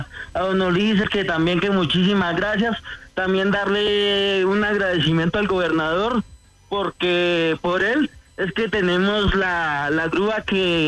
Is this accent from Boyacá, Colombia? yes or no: yes; Tunja, Boyacá, Colombia; yo soy oriundo de Tunja, tengo 39 años de edad